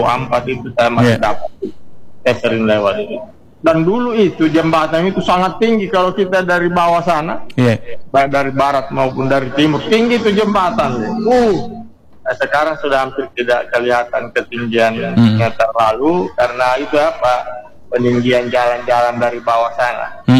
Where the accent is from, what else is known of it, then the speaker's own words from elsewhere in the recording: Palu, Central Sulawesi, Indonesia; Saya ini besar di Gajah Mada itu, saya besar di ujung kasih itu saya bu.